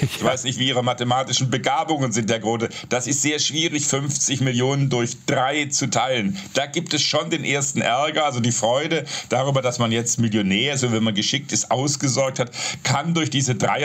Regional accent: Swabia, Germany; als Schwabe

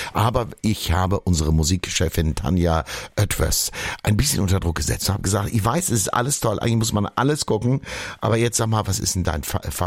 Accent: Northern Germany, Germany; Wir sind Norddeutsche, das Wetter macht uns gar nichts.

